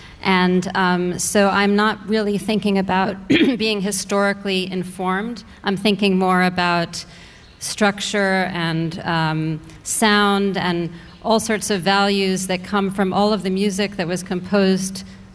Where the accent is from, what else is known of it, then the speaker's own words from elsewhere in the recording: Brooklyn, New York, United States; born there; Yes, I think I might be the only person in the group who's actually from Brooklyn, but I was born in Brooklyn and I am a real Brooklynite, so.